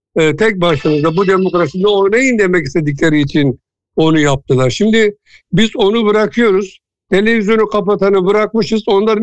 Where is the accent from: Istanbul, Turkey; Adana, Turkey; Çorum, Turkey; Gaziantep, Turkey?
Adana, Turkey; moved away as an adult; Ben şahsi bir Adanalı olarak şöyle söylüyorum.